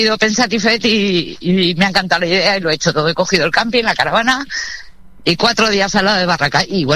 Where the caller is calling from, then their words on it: L'Eliana, Valencian Community, Spain; de La Liana, Valencia.